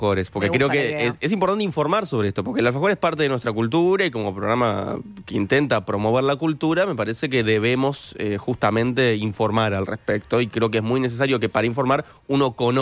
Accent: Canary Islands, Spain; now in Uruguay; un alfajor canario, así que estoy satisfecho porque mi tierra está representada.

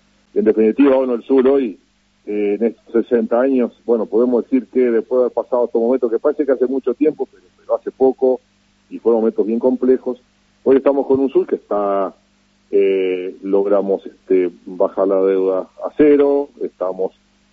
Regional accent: Uruguay

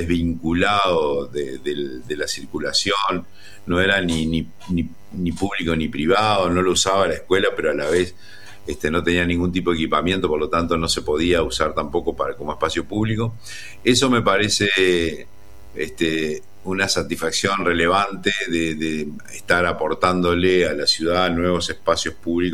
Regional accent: Colonia, Uruguay

